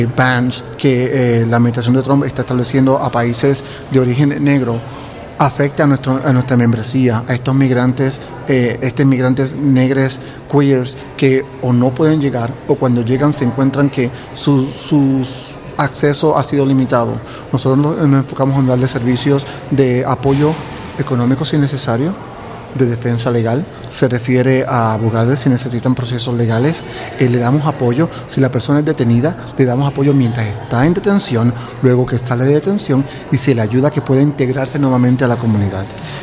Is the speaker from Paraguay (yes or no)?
no; Puerto Rico; now in Lancaster, United States; Originalmente soy de Puerto Rico, pero vivo actualmente en Lancaster, Pensilvania